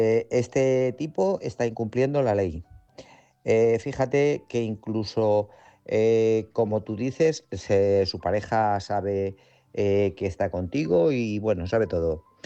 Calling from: Guadalajara, Castilla-La Mancha, Spain; de Guadalajara.

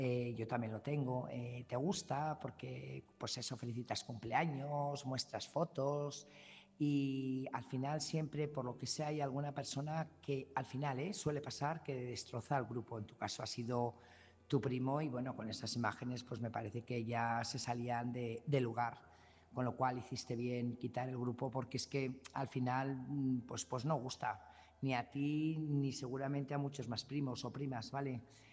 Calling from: Burgos, Castile and León, Spain; corresponsal de Burgos.

